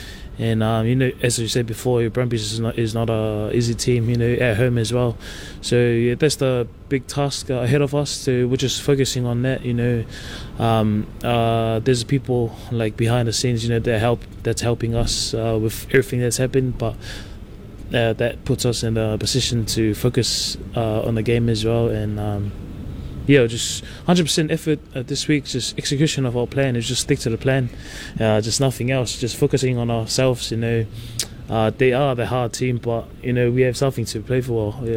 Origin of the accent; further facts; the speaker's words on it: Ireland; You know, it's the dream from me growing up in Ireland, you know, playing club footy